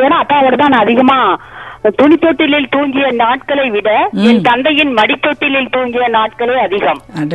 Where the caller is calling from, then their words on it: Mettur, Tamil Nadu, India; மேட்டூர் வட்டம் 50